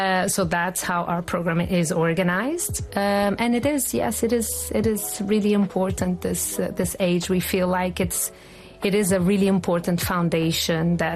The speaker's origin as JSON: {"language": "English", "town": "Porto", "region": "Porto District", "country": "Portugal", "lives_now": "Oman"}